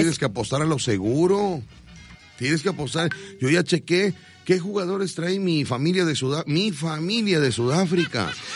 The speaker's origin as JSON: {"language": "Spanish", "country": "Mexico", "said": "Yo soy mexicano"}